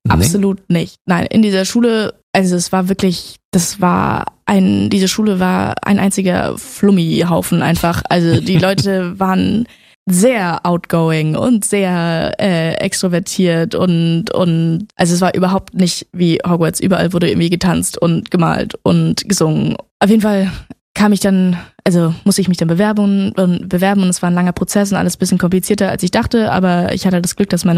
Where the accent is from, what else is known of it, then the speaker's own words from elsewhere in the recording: Berlin, Germany; come on, ich komme aus Berlin.